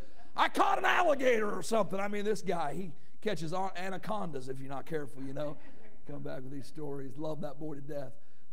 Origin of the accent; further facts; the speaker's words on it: Arkansas, United States; also born or lived in Canada; I grew up in Arkansas, and I was born in Canada.